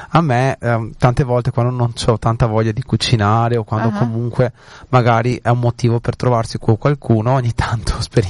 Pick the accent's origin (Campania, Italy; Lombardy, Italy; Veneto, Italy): Veneto, Italy; Noi che siamo veneti